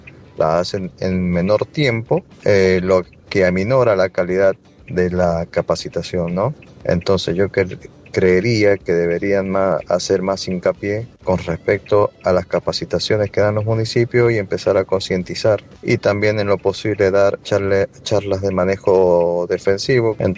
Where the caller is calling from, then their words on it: Guaymallén, Mendoza, Argentina; de Guaymallén.